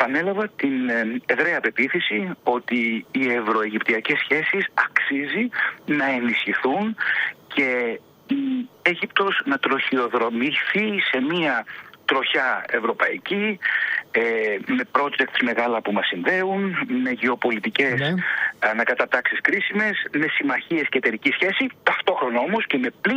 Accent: Greece; εμείς ως Έλληνες

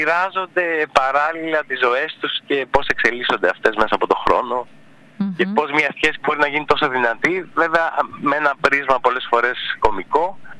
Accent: Karlovasi, North Aegean, Greece; born there; δεν είμαι Σαμιώτης, αλλά έχω γεννηθεί στη Σάμο.

